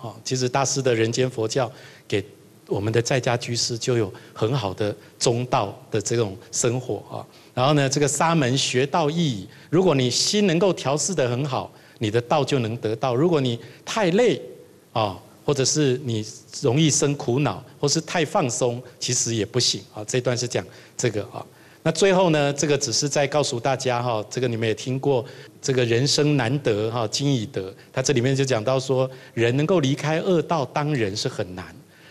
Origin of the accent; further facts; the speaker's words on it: Taiwan; born there; 我生在台湾呢，